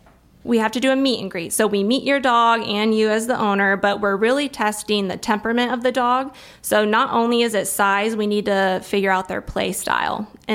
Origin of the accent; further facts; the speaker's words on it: Fort Madison, Iowa, United States; also born or lived in Kansas City; now in Mount Pleasant, United States; So I'm originally from Fort Madison, but a lot of you know we've been in Mount Pleasant back in this area for the last 5 years.